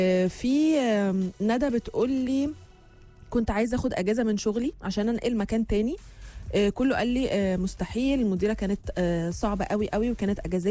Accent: Palestine; انا من فلسطين كل يوم بسمعكم الصبح في الشغل

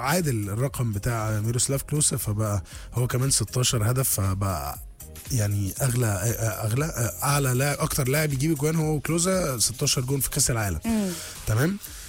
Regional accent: Egypt; عندنا في مصر

